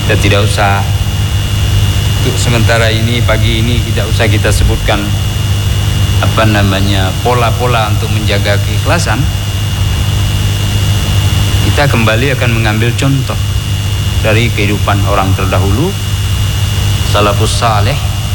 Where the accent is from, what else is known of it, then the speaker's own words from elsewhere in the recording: Aceh, Indonesia; bahasa kita orang Aceh.